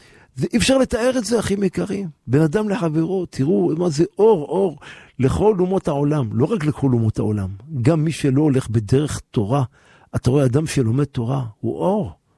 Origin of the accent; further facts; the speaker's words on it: Jerusalem, Jerusalem District, Israel; born there; אני נולדתי בשכונת בוחרים, לכאן הגיעו הבוחרים, כן, ברוך השם, זכינו להיות מזרעם של המשדים